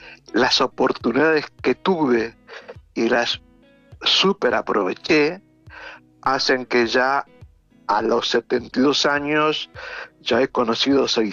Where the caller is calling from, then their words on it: Buenos Aires, Argentina; yo en realidad vivo en Buenos Aires.